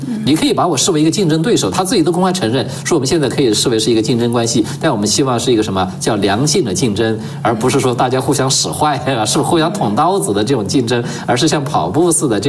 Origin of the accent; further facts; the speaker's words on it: China; 我们中国人